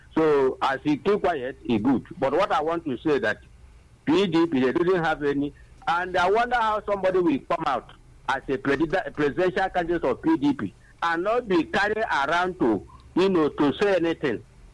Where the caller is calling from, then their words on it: Enugu, Enugu State, Nigeria; I'm calling from Enugu.